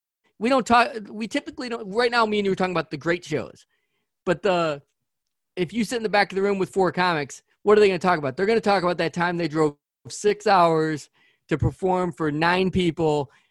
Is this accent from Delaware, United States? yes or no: no; Illinois, United States; I'm an Illinois guy. Like, I grew up in Illinois. My family's in Illinois, but I was living in California at the time.